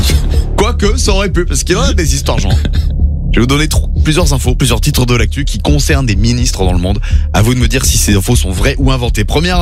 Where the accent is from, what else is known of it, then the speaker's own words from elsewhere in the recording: England, United Kingdom; De toute façon, je suis anglaise.